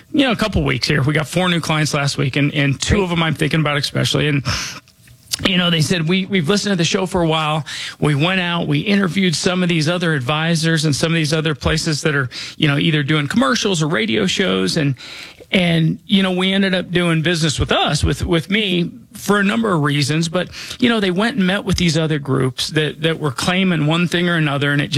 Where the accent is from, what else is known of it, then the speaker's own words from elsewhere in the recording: Denver, Colorado, United States; I was born and raised here in Denver. You know, I'm not just licensed here.